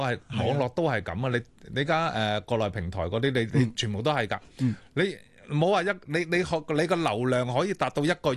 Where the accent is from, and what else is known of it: Hong Kong